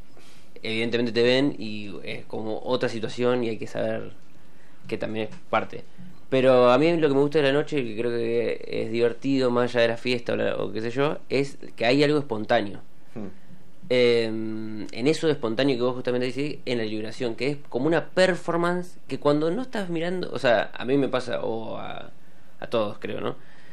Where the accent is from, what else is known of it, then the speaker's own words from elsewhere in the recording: Santa Fe, Argentina; moved away; yo soy de Santa Fe